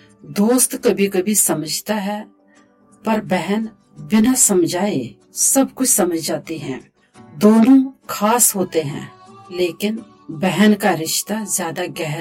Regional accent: Jammu, Jammu and Kashmir, India; मैं जम्मू से हूँ। मैंने कश्मीर यूनिवर्सिटी से ग्रेजुएशन की है और जम्मू यूनिवर्सिटी से पोस्ट ग्रेजुएशन की है।

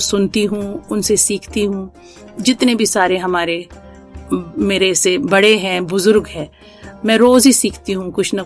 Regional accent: Jammu and Kashmir, India; یہ میری بھاگی کی بات ہے کہ میں کشمیر سے جڑی ہوں, میں کشمیری ہوں, کشمیری پنڈت ہوں. تو ہمارے خون میں ہی دوڑتا ہے وہ سب پوئٹری جو ہماری ہے.

